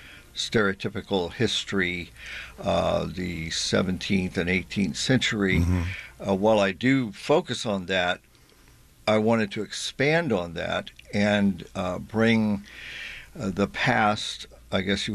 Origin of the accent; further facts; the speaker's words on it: Norfolk, Virginia, United States; My roots, I grew up in Norfolk and went to Old Dominion in 1976 for the bicentennial.